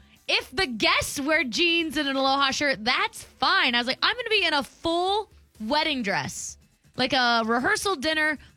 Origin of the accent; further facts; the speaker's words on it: Texas, United States; I'm obviously from Texas and I love Western culture.